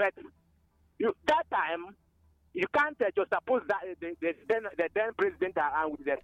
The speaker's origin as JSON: {"language": "English", "country": "Nigeria", "tie": "born or raised there", "said": "This is the voice of … I'm reaching you from my hometown here in Nkomo Ezekun Autonomous Community."}